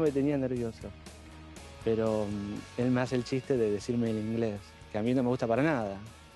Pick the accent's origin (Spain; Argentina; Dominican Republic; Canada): Argentina; Tanto me cargó que los asistentes me venían y me preguntaban, che, ¿pero sos inglés? No, soy argentino, estamos en chat.